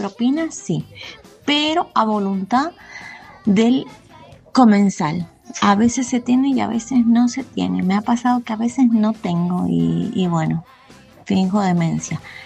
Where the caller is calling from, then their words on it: Argentina; soy una argentina seca.